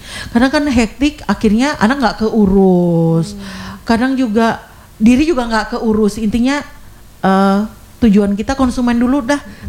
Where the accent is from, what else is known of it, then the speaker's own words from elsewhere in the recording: Blora, Central Java, Indonesia; Pendatang juga nih, aku dari Blora.